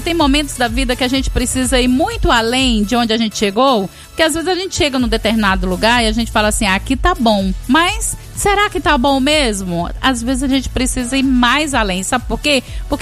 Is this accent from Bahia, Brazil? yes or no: yes; Vitória da Conquista, Bahia, Brazil; ela é de Vitória da Conquista, na Bahia, minha terra mais linda e maravilhosa.